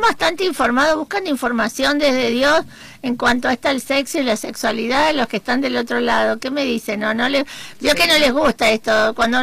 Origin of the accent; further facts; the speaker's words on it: Córdoba, Argentina; porque yo soy de Córdoba.